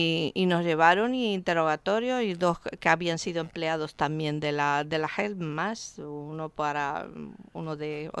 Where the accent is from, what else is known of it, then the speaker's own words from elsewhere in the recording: Spain; además es que yo como española también yo sé que este dinero viene de los impuestos de los españoles